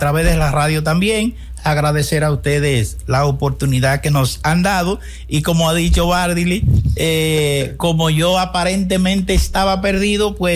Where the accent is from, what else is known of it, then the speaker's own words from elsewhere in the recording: Dominican Republic; Esas son nuestras necesidades como población dominicana.